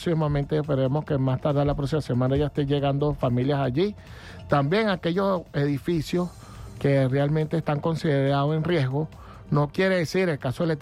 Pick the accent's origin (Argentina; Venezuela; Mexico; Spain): Venezuela; nuestra patria, nuestra amada República Bolivariana de Venezuela.